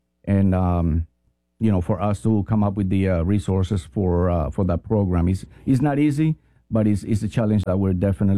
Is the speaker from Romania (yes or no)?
no; Colombia; now in United States; me coming from a third world country. I'm from Colombia